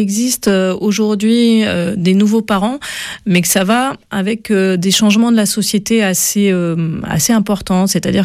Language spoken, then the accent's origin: French; Brest, Brittany, France; now in Paris, France; Donc, moi, je suis originaire de Brest. Par hasard, mon mari a été muté à Nantes et donc j'ai eu une suppléance à Talensac en 99 d'une année.